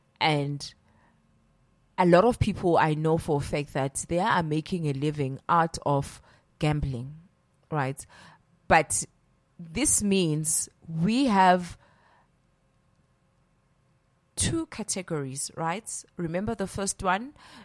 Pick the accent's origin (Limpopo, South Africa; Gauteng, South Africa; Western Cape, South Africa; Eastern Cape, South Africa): Gauteng, South Africa; Soweto; I'm from Deep Kloof